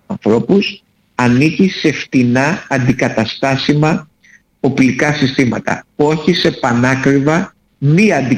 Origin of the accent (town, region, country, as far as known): Greece